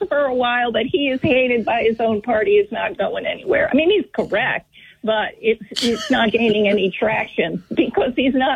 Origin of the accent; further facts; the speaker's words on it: New York, United States; I know that because I'm from New York, and I visited every year upstate New York